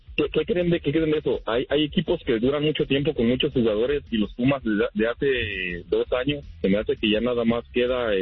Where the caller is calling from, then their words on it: Dallas, Texas, United States; De Dallas, Texas.